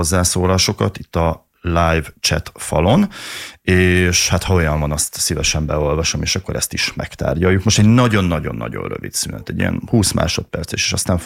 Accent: Hungary; mi erre születtünk magyarok

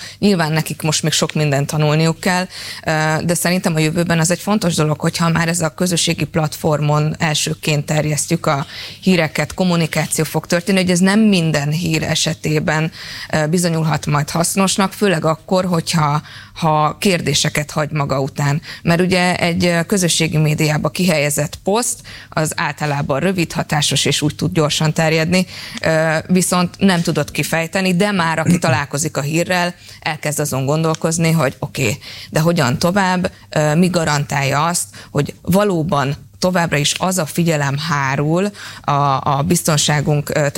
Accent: Paks, Tolna, Hungary; ezt le tudom vetíteni ugye paksiként a Paksi Atomerőmű életében is

